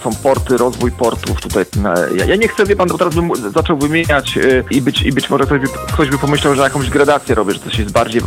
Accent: Pomeranian Voivodeship, Poland; ja jestem z Pomorza

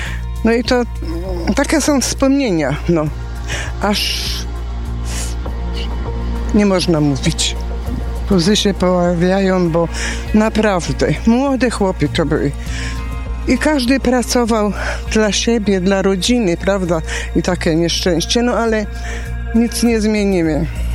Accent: Ruda Śląska, Silesian Voivodeship, Poland; ja tu się urodziłam niedaleko cmentarza komunalnego, to jestem halembianką.

